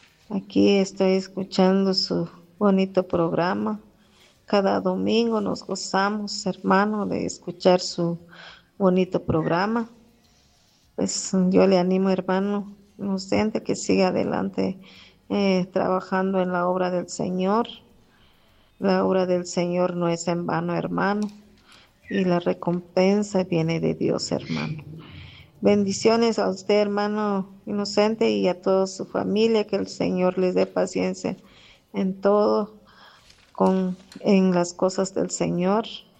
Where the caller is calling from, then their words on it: San Sebastián Huehuetenango, Huehuetenango, Guatemala; aquí de San Sebastián H.